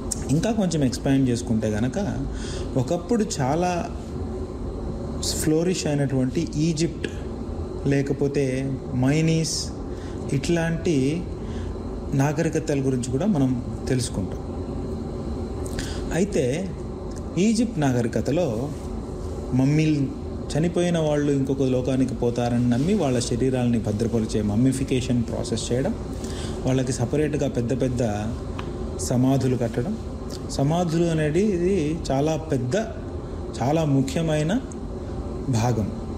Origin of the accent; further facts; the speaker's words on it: Andhra Pradesh, India; especially దక్షిణ భారతదేశంలో తెలుగు మాట్లాడే రాష్ట్రాల్లో రాయలసీమలో నేను పుట్టి పెరిగాను